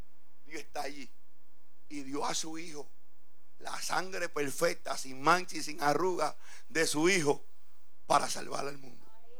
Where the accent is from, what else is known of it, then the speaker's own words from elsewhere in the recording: Puerto Rico; le llaman en mi país, Puerto Rico